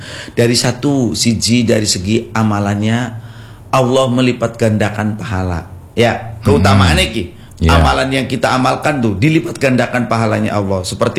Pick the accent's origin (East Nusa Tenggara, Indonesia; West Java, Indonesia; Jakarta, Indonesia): West Java, Indonesia; Cirebon; Nah hari ini kita wong Cirebon arane apem.